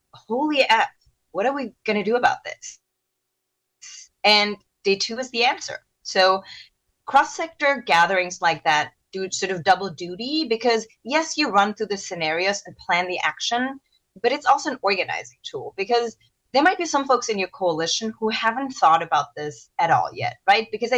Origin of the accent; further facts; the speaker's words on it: Germany; now in New York City, United States; I was born and raised in Germany, and my family comes from South Korea.